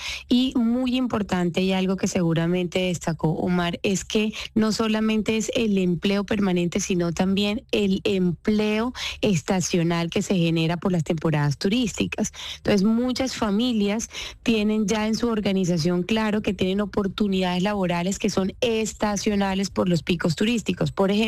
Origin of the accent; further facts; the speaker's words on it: Colombia; muy muestra de nuestra resiliencia como colombianos, porque en ese momento lo que más había era turismo nacional.